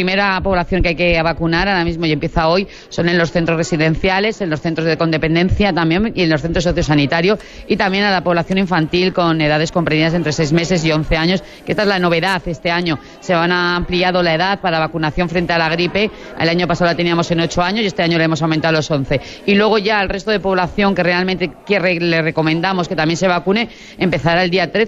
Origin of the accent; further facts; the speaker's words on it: El Burgo de Osma, Castile and León, Spain; como yo soy del Burgo de Josma